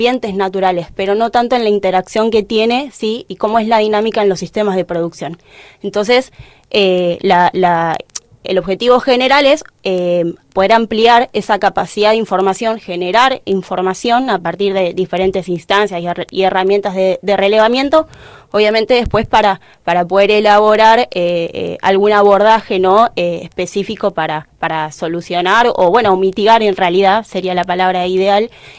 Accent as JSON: {"language": "Spanish", "town": "Lomas de Zamora", "region": "Buenos Aires Province", "country": "Argentina", "moved": "as an adult", "lives_now": "Río Gallegos, Argentina", "said": "vengo de la provincia de Buenos Aires. Ya hace un tiempito, un mes y pico, que vine a vivir a la provincia, acá a Santa Cruz, a Río Gallegos específicamente"}